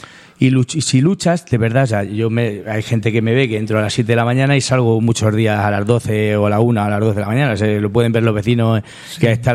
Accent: Torrenueva, Castilla-La Mancha, Spain; Yo soy un apasionado de mi tierra, de La Mancha, sí. de Ciudad Real y de mi, vamos, de donde vivo, dicen, de mi pueblo. Yo no hay cosa que más pueda querer que mi pueblo

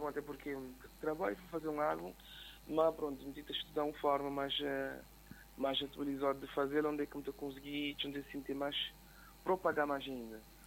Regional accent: Cape Verde

